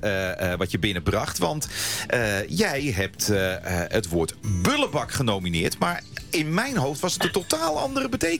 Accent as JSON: {"language": "Dutch", "region": "Friesland", "country": "Netherlands", "tie": "born there", "moved": "yes", "said": "Ik blijf ook nog steeds trots op mijn geboorteprovincie. Dat is namelijk Friesland"}